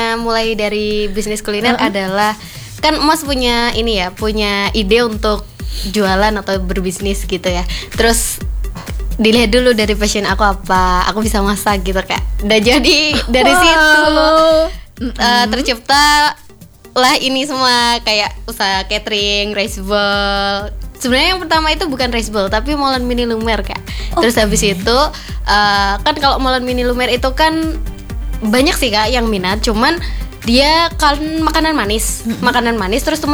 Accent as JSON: {"language": "Indonesian", "town": "Ponorogo", "region": "East Java", "country": "Indonesia", "tie": "born or raised there", "said": "Kalau aku asalnya dari Ponorogo aja, Ponorogo okay. Kota. Terus ya udah tinggal di Ponorogo aja."}